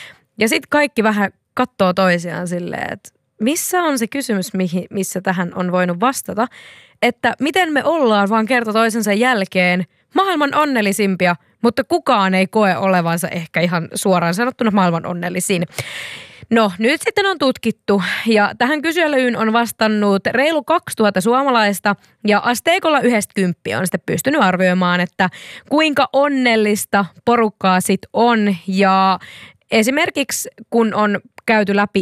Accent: South Ostrobothnia, Finland; moved away; Mä muun muassa sieltä olen kotoisin, mutta olen myös muuttanut pois.

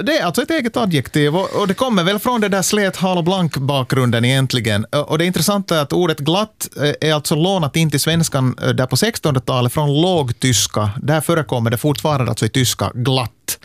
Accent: Ostrobothnia, Finland; Ja, det kan ju hända att det beror på att jag är från Österbotten, att det har hörts därifrån

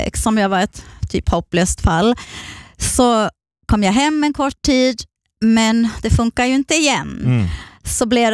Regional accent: southern Sweden, Sweden; jag är uppvuxen, född i södra Sverige.

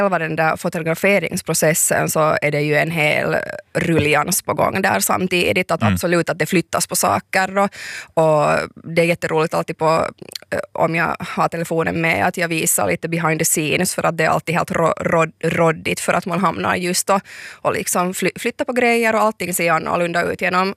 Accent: Helsinki, Uusimaa, Finland; now in Karis, Finland; jag är ju från Helsingfors

